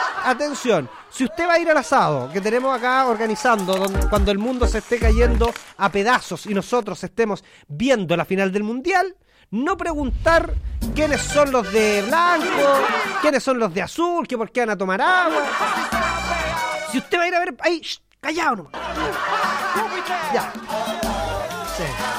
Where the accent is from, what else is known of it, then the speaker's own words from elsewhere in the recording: Río Claro, Maule, Chile; Yo soy de Río Claro.